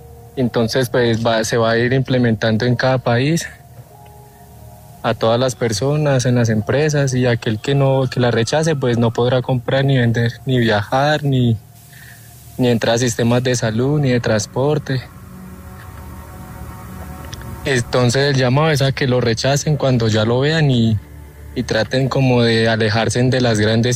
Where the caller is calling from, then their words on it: Colombia; Soy de Colombia